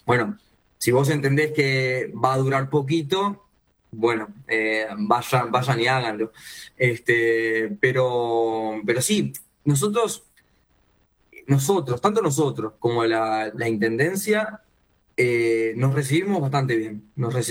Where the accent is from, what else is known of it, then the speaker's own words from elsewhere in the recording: Montevideo, Uruguay; Somos todos montevideanos acá en su mayoría